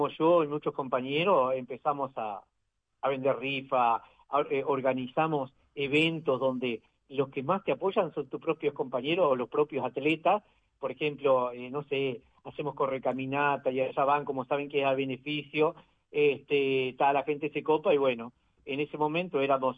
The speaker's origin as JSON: {"language": "Spanish", "country": "Uruguay", "said": "te vamos a dar una camiseta que diga que sos uruguayo"}